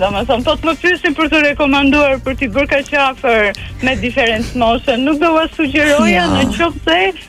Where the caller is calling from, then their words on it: Tirana, Tirana County, Albania; nga Tirana.